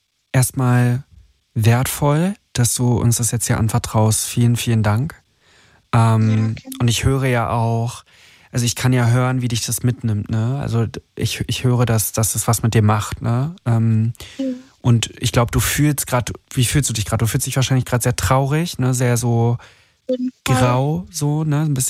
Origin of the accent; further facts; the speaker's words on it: Berlin, Germany; Ah ja, ich komme auch aus Berlin.